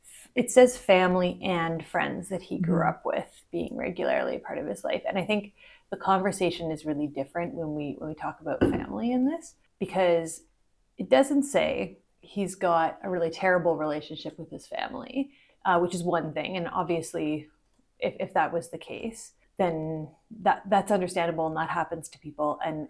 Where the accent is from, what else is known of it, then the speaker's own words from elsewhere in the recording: Ottawa, Ontario, Canada; moved away; My hometown is Ottawa, which is not Toronto, but it's still pretty big.